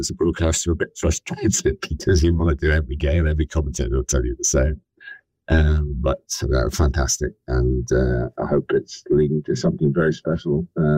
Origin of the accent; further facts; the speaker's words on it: England, United Kingdom; Yeah, and as an Englishman, I think England will win.